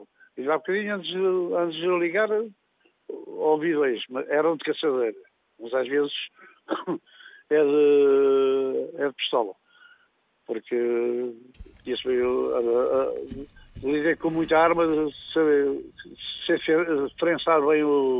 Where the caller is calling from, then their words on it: Portugal; Eu sou residente cá há pouco tempo. Sou residente cá há pouco tempo, mas sou português